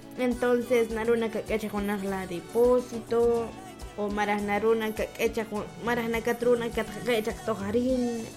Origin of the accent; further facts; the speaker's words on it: Poptún, Petén, Guatemala; yo soy de aquí, hermanos, yo soy de aquí, de Poctum.